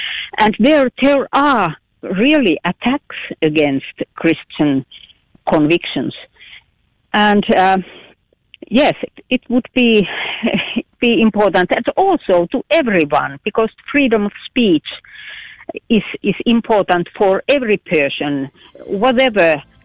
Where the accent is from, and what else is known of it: Finland